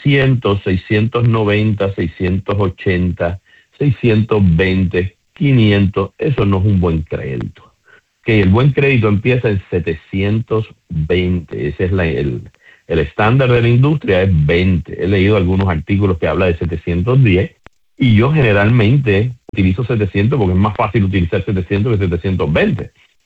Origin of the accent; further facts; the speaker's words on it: Puerto Rico; somos puertorriqueños y el ay bendito lo tenemos todavía en nuestra sangre